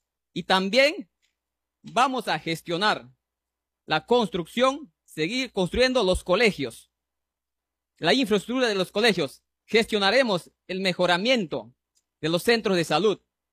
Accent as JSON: {"language": "Spanish", "town": "Pichanaki", "region": "Junín", "country": "Peru", "said": "Soy pichanaquino. Tengo más de 40 años viviendo en este sector y he visto cómo se ha desarrollado mi pueblo."}